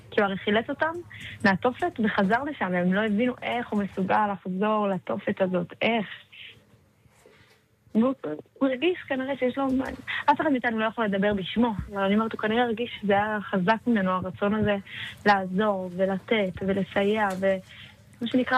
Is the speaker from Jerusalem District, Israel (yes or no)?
yes; Jerusalem, Jerusalem District, Israel; moved away; also born or lived in Ashkelon; אני ירושלמית במקור, והיינו באשקלון. גרנו באשקלון את התקופה, ואני לא רגילה לטילים